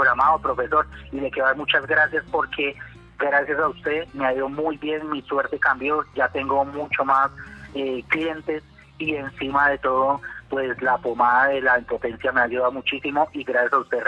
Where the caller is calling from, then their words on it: Mosquera, Cundinamarca, Colombia; De aquí, de Mosquera, Cundinamarca.